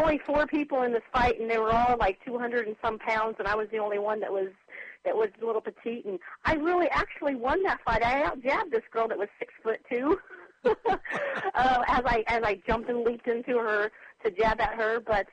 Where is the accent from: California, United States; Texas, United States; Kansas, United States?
Kansas, United States; Kansas City; Kansas City, Kansas. I'm an original Wyandotte. We call ourselves the original Dots now. I'm from Wyandotte County